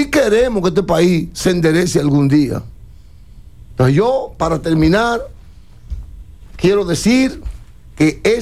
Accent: Dominican Republic; yo como ciudadano dominicano

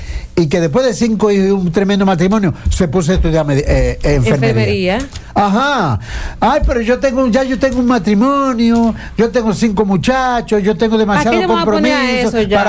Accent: Dominican Republic; como sociedad dominicana debemos reaccionar

